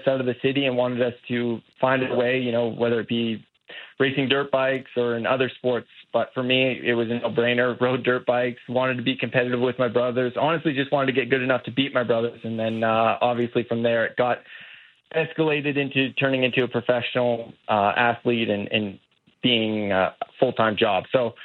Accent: Canada; it's massive being Canadian in my home country, being able to race one of these World Supercross races.

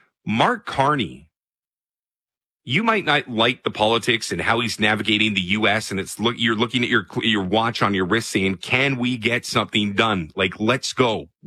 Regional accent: Canada; as a Canadian

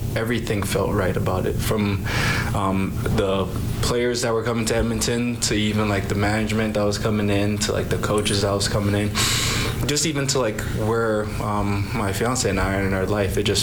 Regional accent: Nigeria; born there; moved away; also born or lived in Taiwan / Ghana; So, like, I was born in Nigeria, so we stayed in Nigeria for a couple of years. My younger brother was born in Taiwan, so we also spent some time in Taiwan. And then we moved back to Nigeria, and then we also spent some time in Ghana also.

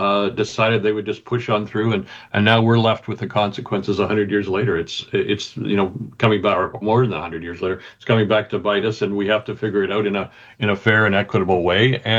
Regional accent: British Columbia, Canada; I think as British Columbians, we all have to say, give us our fair share to help our industry

